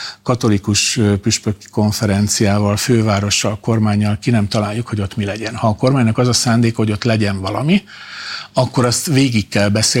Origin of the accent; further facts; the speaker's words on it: Gyula, Békés, Hungary; de Gyula az én szülővárosom bejelentkezett érte